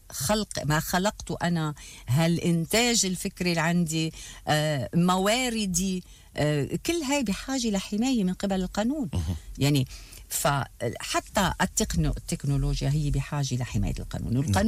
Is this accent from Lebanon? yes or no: yes; Lebanon; وأنا جاي من لبنان